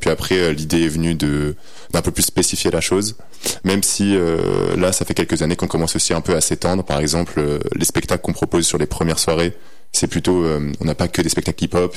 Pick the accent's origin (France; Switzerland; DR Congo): France; La Mure, Auvergne-Rhône-Alpes; En gros, moi j'ai commencé par le breakdance plus petit. Et comme à Lamure, c'était pas